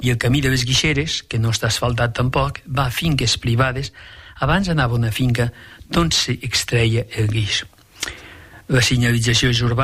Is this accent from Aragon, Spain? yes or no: yes; Tamarit de Llitera, Aragon, Spain; moved away; m'he criat en la Franja de Ponent i molt veí a casa vostra, perquè m'he criat a Tamarit